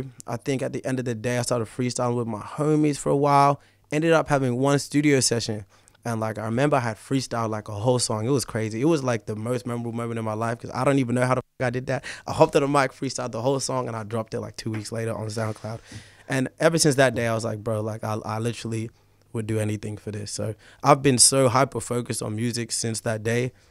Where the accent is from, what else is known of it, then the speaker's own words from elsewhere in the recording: Norwich, East of England, United Kingdom; moved away; I was actually born and bred in the United Kingdom, just like you, my brother. But I'm from Norwich, so, born in Norwich. My family moved over here for work, regular thing.